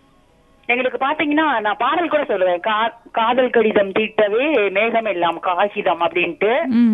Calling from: Tamil Nadu, India; நாங்க இங்க கொளத்தூர் 50

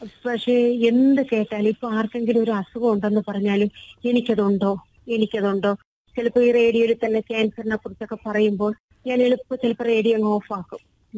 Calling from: Karamana, Kerala, India; ഞാൻ കരമനയിൽ നിന്നാണ് വിളിക്കുന്നത്.

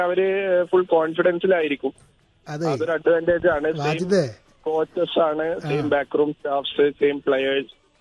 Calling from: Pattambi, Kerala, India; ഞാൻ പട്ടാമ്പിയിലാണ്.

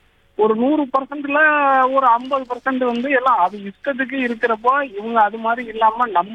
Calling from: Tiruvarur district, Tamil Nadu, India; திருவாரூர் மாவட்டம் மன்னார்குடி வட்டம் திருக்கலர்

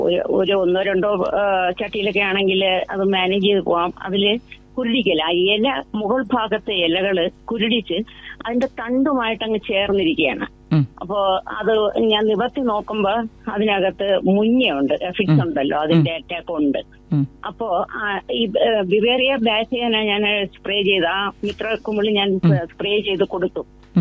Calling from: Ulloor, Kerala, India; ഉള്ളൂരിൽ നിന്നാണ് സംസാരിക്കുന്നത്.

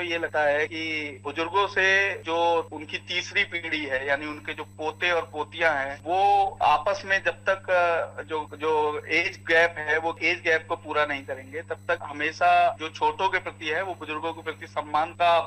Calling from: Bareilly, Uttar Pradesh, India; मैं बरेली उत्तर प्रदेश से हूँ।

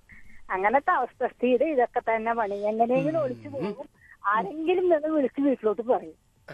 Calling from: Kerala, India; ഞാൻ ഗോസ് ജംഗ്ഷനിന്നാണ് വിളിക്കാറ്.

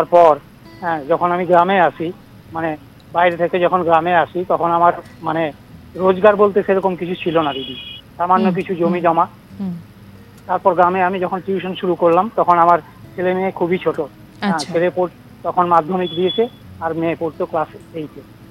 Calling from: Dubrajpur, West Bengal, India; আমি পশ্চিমবঙ্গের বীরভূম জেলার দুবরাজপুর থেকে

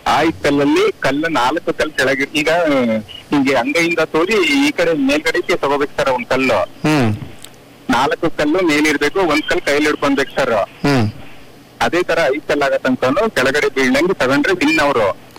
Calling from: Karnataka, India; ಹೊಸ ಜೋಗದಿಂದ

